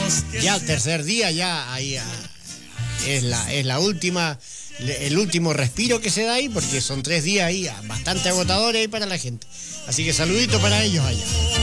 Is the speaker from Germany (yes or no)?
no; Meulín Island, Los Lagos, Chile; en la isla de Meolina, ya en mi tierra natal